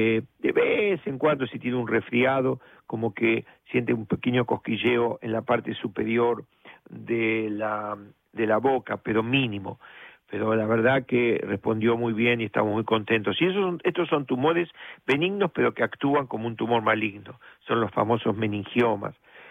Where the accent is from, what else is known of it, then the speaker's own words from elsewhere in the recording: La Plata, Buenos Aires Province, Argentina; now in New York, United States; cuando yo era chiquito, allá en La Plata, ¿no?, con mi papá, que teníamos la tienda Sara, enfrente del ferrocarril Roca